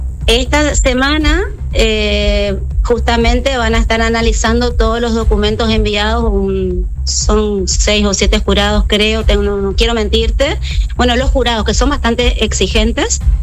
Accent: Goya, Corrientes, Argentina; moved away as an adult; now in Corrientes, Argentina; yo no soy correntina, soy goyana.

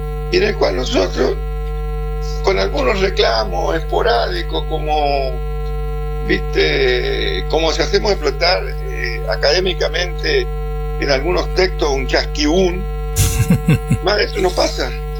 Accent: Argentina

